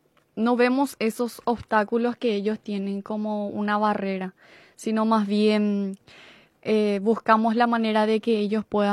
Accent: Horqueta, Concepción, Paraguay; Yo soy norteño.

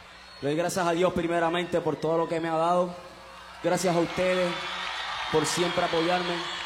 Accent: Puerto Rico

